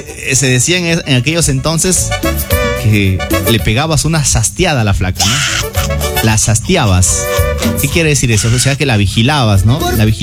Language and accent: Spanish; Peru; Las canciones de mi tierra, las canciones de mis viejos